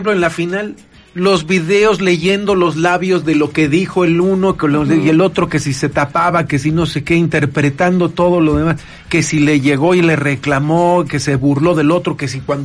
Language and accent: Spanish; Mexico; somos mexicanos, ¿no?